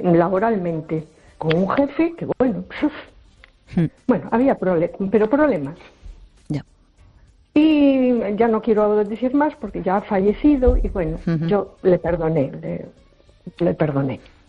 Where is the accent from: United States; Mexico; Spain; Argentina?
Spain; A Coruña, Galicia